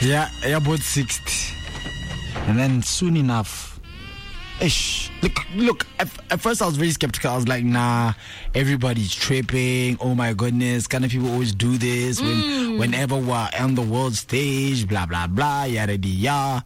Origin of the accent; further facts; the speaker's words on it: Lesotho; We grew up in Lesotho at one point, so he's also part of us.